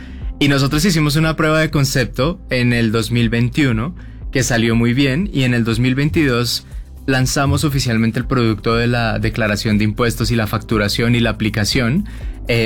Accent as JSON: {"language": "Spanish", "country": "Colombia", "also_born_or_lived": "Bogotá", "moved": "as an adult", "lives_now": "Mexico City, Mexico", "said": "nosotros dos somos colombianos y nosotros llegamos a la Ciudad de México trabajando para Uber. Nosotros trabajábamos en ese momento. Estábamos en la ciudad de Bogotá y después nos trasladaron aquí a la Ciudad de México"}